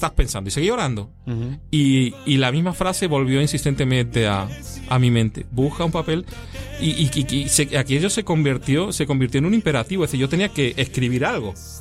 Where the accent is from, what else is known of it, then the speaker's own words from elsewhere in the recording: Spain; una carga especial por España, por tu país